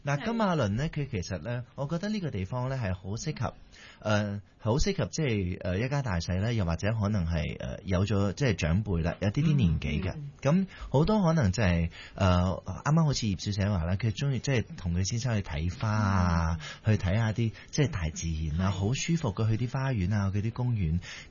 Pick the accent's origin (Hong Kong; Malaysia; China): Malaysia; Ipoh, Perak; also born or lived in Malacca / Penang / Kuala Lumpur; 因為我係馬六甲出世嘅，係啦，咁我喺馬六甲出世啦，咁跟住就由細即係讀幼稚園咧，就搬咗入去怡寶啦，咁就喺怡寶咧就讀到Form 2